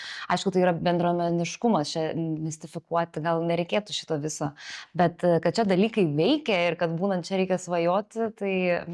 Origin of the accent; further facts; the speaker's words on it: Ramygala, Panevėžys County, Lithuania; now in Vilnius, Lithuania; Aš užaugau Ramygaloje, kurios kultūros centras yra buvusi sinagoga, prie mano namų yra apleistos žydų kapinės, kurios vietiniai tvarko.